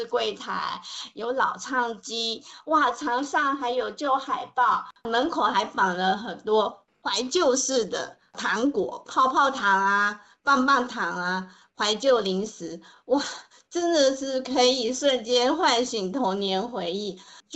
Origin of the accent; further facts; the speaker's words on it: Tamsui, New Taipei, Taiwan; 也是联想到我的家乡淡水这边，所以也跟大家分享。